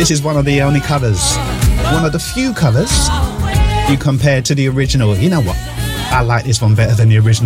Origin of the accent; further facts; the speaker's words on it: United Kingdom; I'm British, by the way.